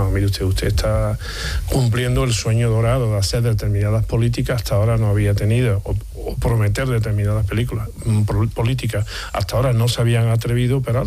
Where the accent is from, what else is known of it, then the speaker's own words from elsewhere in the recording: Andalusia, Spain; en mi tierra sí se dice, en Andalucía